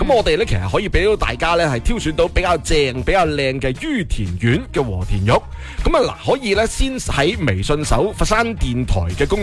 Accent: Guangdong, China; 我哋广东人

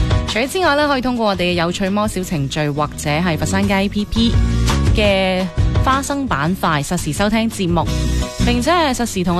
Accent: Guangdong, China; 相信对我哋广东人嚟讲係好有情结嘅。

